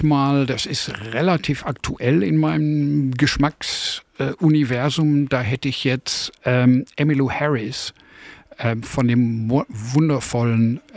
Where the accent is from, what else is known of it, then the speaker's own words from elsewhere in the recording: North Rhine-Westphalia, Germany; ich bin im Ruhrgebiet groß geworden